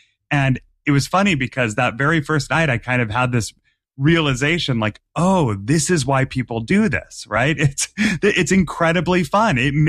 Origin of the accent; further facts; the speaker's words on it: Massachusetts, United States; I grew up in Massachusetts, so I have the New England sports fan, the Celtics and Patriots.